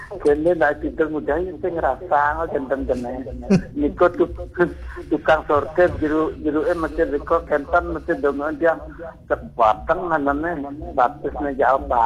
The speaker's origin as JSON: {"language": "Indonesian", "region": "Bali", "country": "Indonesia", "said": "saya dah tahu saya orang Bali"}